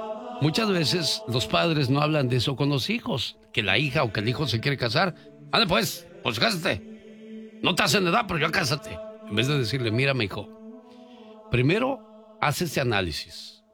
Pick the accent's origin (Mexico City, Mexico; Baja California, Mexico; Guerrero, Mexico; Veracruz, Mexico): Baja California, Mexico; Tijuana; moved away; Un día salí de Tijuana, pero Tijuana nunca salió de mí.